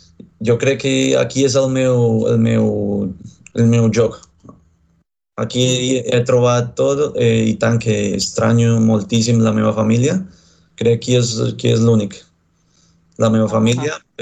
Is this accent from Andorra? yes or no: no; Bogotá, Colombia; Catalan is a second language; moved away as an adult; also born or lived in Pereira / London / Girona; now in Barcelona, Spain; Soc de Bogotà, de la capital.